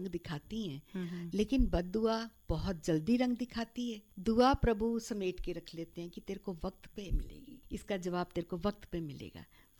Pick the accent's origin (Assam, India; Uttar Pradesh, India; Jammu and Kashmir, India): Jammu and Kashmir, India; Jammu; मैं वैसे बेसिकली जम्मू से बिलोंग करती हूँ, मैं अपने घर में सबसे छोटी थी